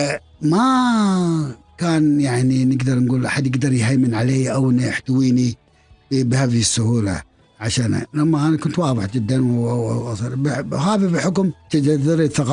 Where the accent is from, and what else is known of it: Kuwait